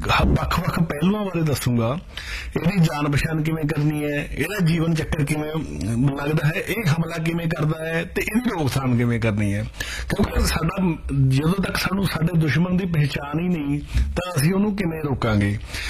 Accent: Punjab, India

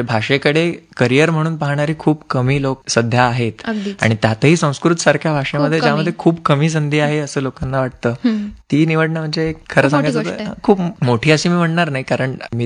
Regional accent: Chhatrapati Sambhajinagar, Maharashtra, India; मी मूळ छत्रपती संभाजीनगर येथील राहणारा आहे.

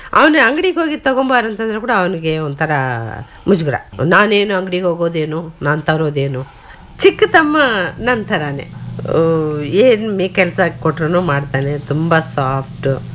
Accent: Bellary, Karnataka, India; born there; moved away; ನಾನು ಹುಟ್ಟಿದ್ದು ಬಳ್ಳಾರಿನಲ್ಲಿ, ಪ್ರಾಪರ್ ಬಳ್ಳಾರಿ. ಬಳ್ಳಾರಿನಲ್ಲಿ ಚಿಕ್ಕ ಮಗುವಾಗಿದ್ದಾಗಲೇ ಅಂತಂದರೆ ಸ್ಕೂಲ್ಗೆ ಹಾಕೋ ವಯಸ್ಸಿನಲ್ಲಿ ಸ್ಕೂಲ್ಗೆ ಹಾಕಿದ್ರು. ಅಂದರೆ ಕೆಲವು ವರ್ಷಗಳ ಕಾಲ ಬಳ್ಳಾರಿನಲ್ಲಿ ಇರಬೇಕಾಯ್ತು.

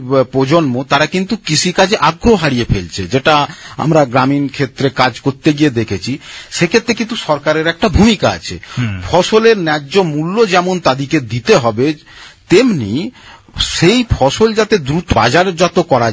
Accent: West Bengal, India

